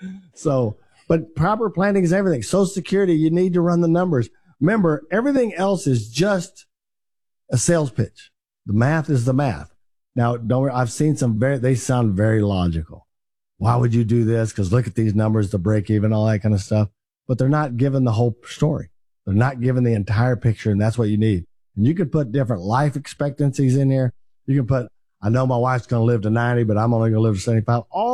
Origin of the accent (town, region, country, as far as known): Texas, United States